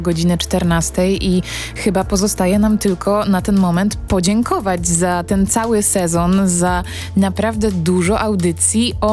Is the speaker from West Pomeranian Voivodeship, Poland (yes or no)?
no; Kraków, Lesser Poland, Poland; ja jestem z Krakowa.